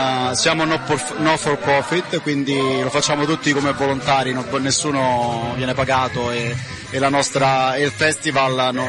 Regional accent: Rome, Lazio, Italy; moved away as an adult; now in Australia; io, anche se la mia famiglia è del sud, siciliana, però sono nato e cresciuto a Roma, come sente dall'accento.

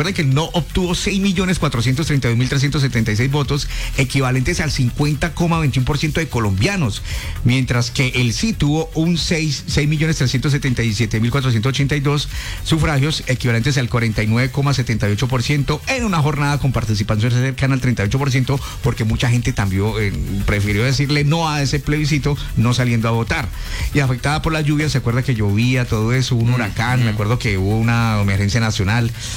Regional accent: Colombia; ¿quiénes somos nosotros decir, colombianos arrodillados que nos tocaba ahí mantener?

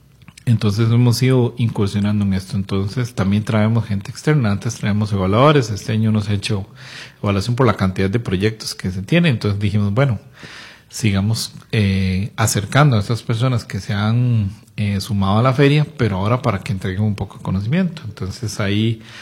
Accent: San Carlos, Alajuela, Costa Rica; Bueno, yo soy de San Carlos

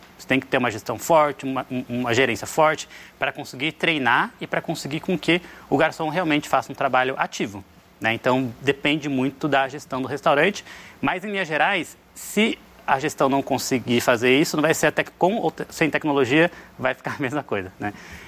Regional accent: Bragança Paulista, São Paulo, Brazil; moved away as an adult; also born or lived in Sorocaba; Então eu nasci e cresci em restaurante, meus pais tinham restaurante, meus tios tinham restaurante lá em Bragança Paulista, cidade do interior. E me mudei de Bragança para Sorocaba para fazer faculdade de engenharia mecatrônica.

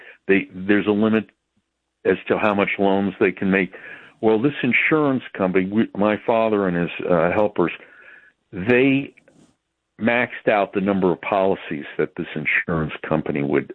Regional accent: Flushing, New York, United States; born there; And I was born in Flushing, New York, and I got up on Google Maps 3.5 miles from where Donald Trump was born and spent his childhood.

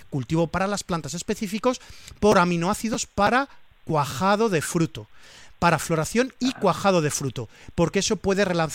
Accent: Valencian Community, Spain; Yo a ti te voy a recomendar, como buen valenciano, el kumquat.

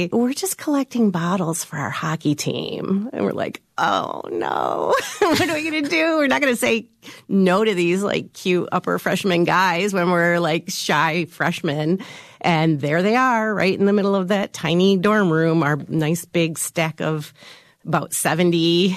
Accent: South Lyon, Michigan, United States; I am from South Lyon, Michigan.

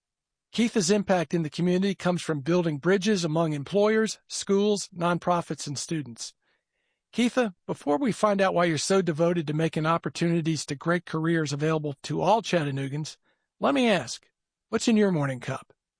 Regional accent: Memphis, Tennessee, United States; We're both Memphis guys.

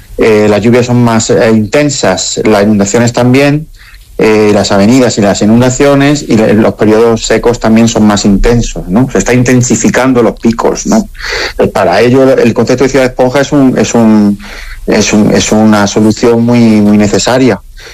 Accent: Andalusia, Spain; Yo soy andaluz

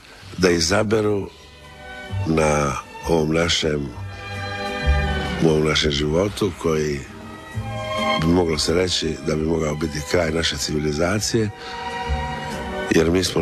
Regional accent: Dalmatia, Croatia; also born or lived in Dubrovnik; ja sam Dalmatinac

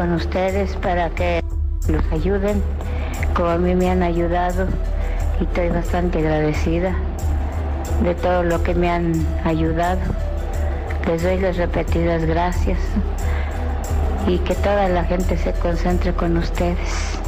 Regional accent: San Luis Potosí, Mexico; Es de aquí, soy de aquí de San Luis, nomás que soy de un rancho.

